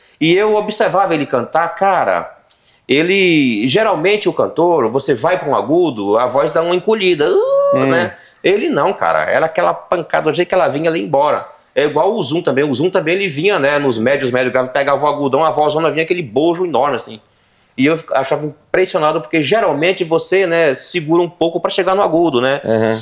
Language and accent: Portuguese; Irecê, Bahia, Brazil; Né? Sou baiano.